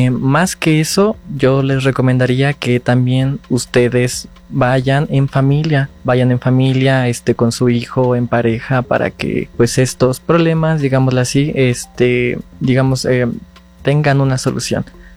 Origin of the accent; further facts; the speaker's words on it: Mexico; como mexicanos vamos a crecer